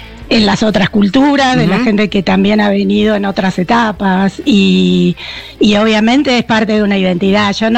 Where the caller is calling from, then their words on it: El Bolsón, Río Negro, Argentina; Desde la República del Bolsón.